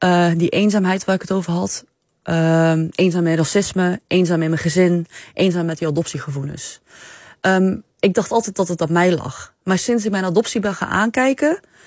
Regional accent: Zeeland, Netherlands; moved away as an adult; also born or lived in China; Ik vluchtte van Zeeland zo snel mogelijk naar Groningen en ik liet mijn vader daar alleen achter.

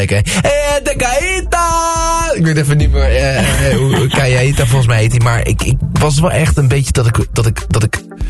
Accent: Netherlands; maar ik was bij … ik ben een Nederlandse, kwart Indonesisch, de rest gewoon Nederlands, spreek geen woord Spaans.

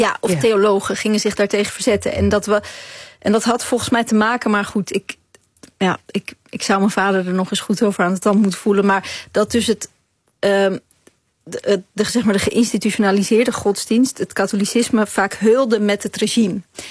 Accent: Zaandam, North Holland, Netherlands; also born or lived in Chile; En ik kwam in Zaandam terecht en ik was daar in Poelenburg het enige witte kind. En ik had een soort taalverwarring, want ik sprak Spaans en Nederlands.

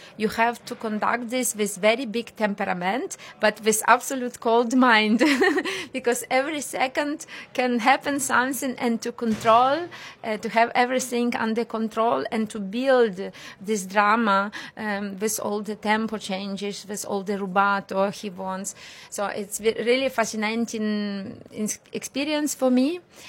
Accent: Ukraine; English is a second language; I'm from Ukraine, and we have now the same.

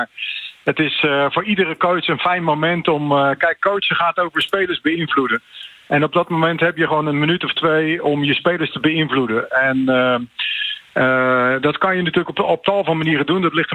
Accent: Rotterdam, South Holland, Netherlands; Ik ben een Rotterdammer

